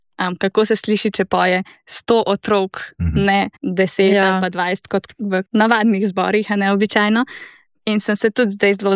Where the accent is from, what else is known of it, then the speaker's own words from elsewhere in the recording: Begunje pri Cerknici, Littoral–Inner Carniola, Slovenia; prihajam iz Begum pri Cerkanci